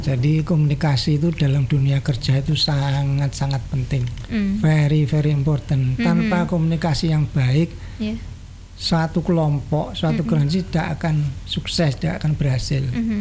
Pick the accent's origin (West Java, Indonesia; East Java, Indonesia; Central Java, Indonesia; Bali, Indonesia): East Java, Indonesia; Nganjuk; born there; Saya bertempat tinggal di Jalan Diponegoro 6 nomor 14 Payaman Nganjuk.